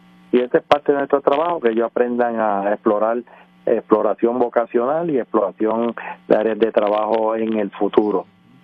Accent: Puerto Rico

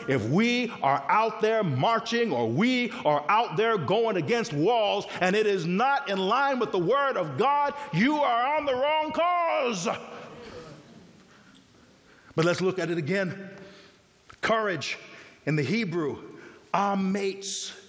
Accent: West Coast, United States; moved away; I come from the West Coast and we don't need umbrellas out there.

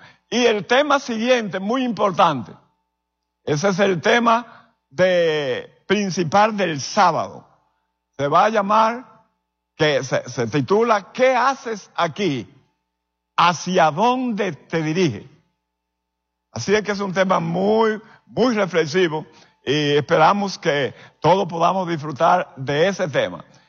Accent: Santiago de los Caballeros, Santiago, Dominican Republic; Ahí estoy trabajando en la República, vengo de la República Dominicana, de Santiago de los 30 Caballeros.

